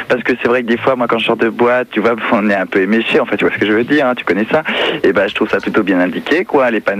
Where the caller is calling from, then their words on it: Saintes-Maries-de-la-Mer, Provence-Alpes-Côte d'Azur, France; J'appelle de Sainte-Marie de la Mer également.